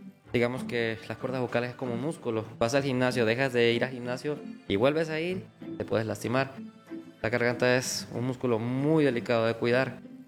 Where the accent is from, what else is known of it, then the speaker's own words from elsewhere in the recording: Venezuela; now in Mexico; yo soy venezolano.